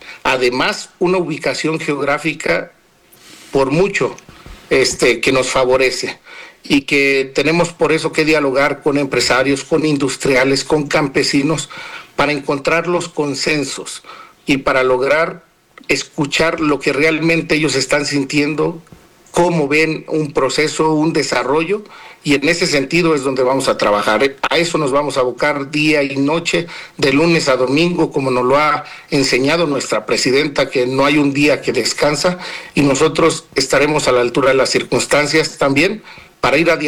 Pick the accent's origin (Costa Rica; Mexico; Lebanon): Mexico; San Luis Potosí; nosotros asumimos, como muchos mexicanos, como muchos potosinos, potosinas, que el Estado no es una herencia